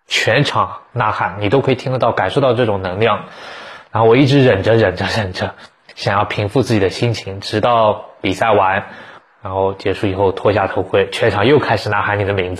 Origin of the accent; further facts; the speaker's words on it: China; 2021年11月车队官宣，我正式成为中国 F1 第一人。国外车手能做到的事情，我们中国人也做到了。